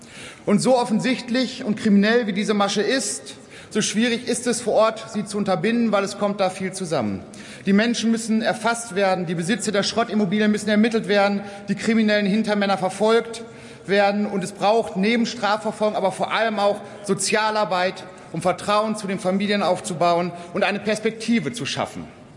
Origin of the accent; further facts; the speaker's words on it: Dortmund, North Rhine-Westphalia, Germany; Das ist aus meinem Wahlkreis meiner Heimatstadt Dortmund kenne